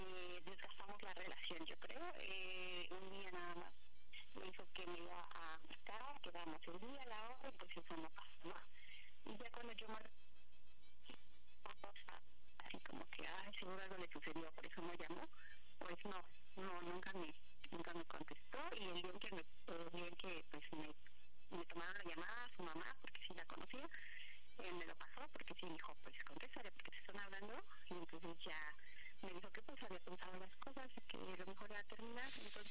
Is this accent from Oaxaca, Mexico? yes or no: yes; Oaxaca, Mexico; Tengo 38 y soy de Oaxaca.